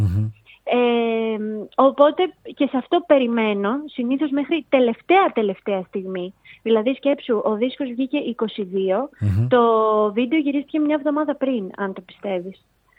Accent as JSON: {"language": "Greek", "town": "Ano Kastritsi", "region": "Western Greece", "country": "Greece", "tie": "born or raised there", "said": "το Άνω Καστρίτσι, να πω ότι είναι το χωριό μου, είναι η μαμά μου από εκεί και έχω μνήμες από το εκκλησάκι αυτό"}